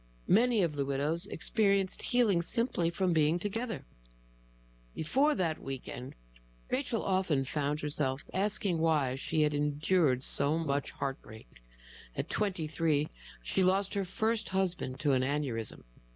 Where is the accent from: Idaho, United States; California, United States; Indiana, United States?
Idaho, United States; Idaho Falls; I am from Idaho Falls, I told him.